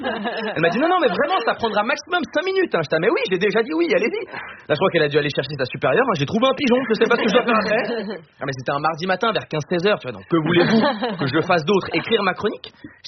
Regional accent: Switzerland; Bon, moi je peux pas, je suis suisse.

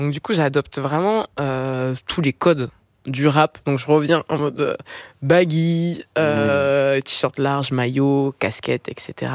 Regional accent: south of France, France; Et je suis une sudiste, donc on y est tous un peu passés, okay.

